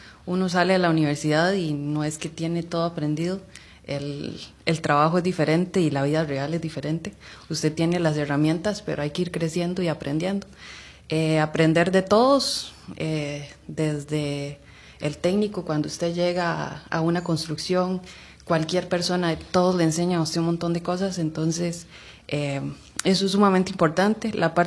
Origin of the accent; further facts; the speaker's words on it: Zarcero, Alajuela, Costa Rica; Yo igual crecí en Zarcero.